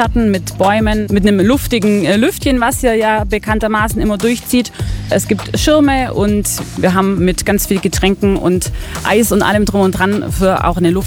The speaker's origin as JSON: {"language": "German", "region": "Baden-Württemberg", "country": "Germany", "said": "Wir haben von Linsen mit Spätzle über Schweinebraten, über Maultaschen, was man halt als Schwabe so gern isst."}